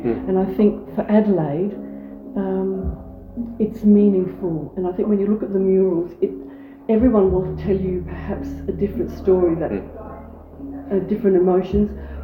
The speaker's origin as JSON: {"language": "English", "country": "Greece", "moved": "yes", "lives_now": "Australia", "said": "Australia is a multicultural country. We can't escape that. We're all immigrants. I'm an immigrant from Greece many years ago."}